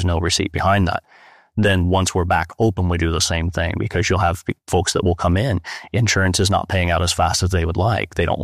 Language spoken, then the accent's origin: English; Midwest, United States; now in Florida, United States; especially in this area of Florida, I'm from the Midwest originally